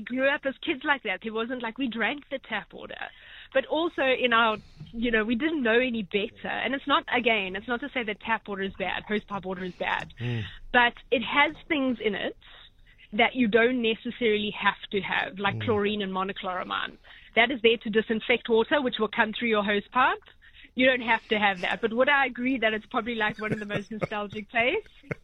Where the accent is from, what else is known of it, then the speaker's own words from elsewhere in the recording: South Africa; as a South African